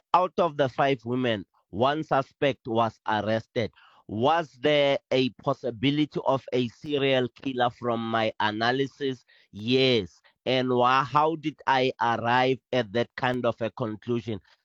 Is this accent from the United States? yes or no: no; South Africa